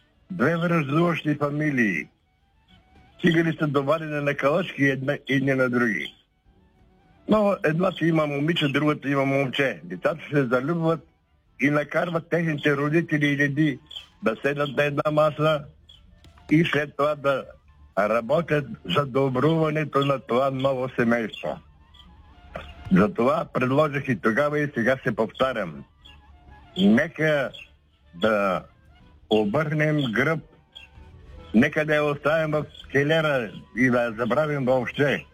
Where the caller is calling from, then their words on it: Sofia, Sofia City, Bulgaria; от София съм.